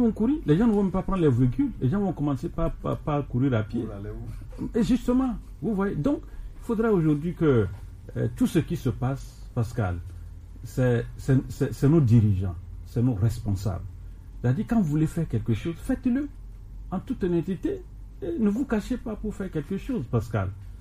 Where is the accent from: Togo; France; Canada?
Togo; en tant que Togolais que nous sommes.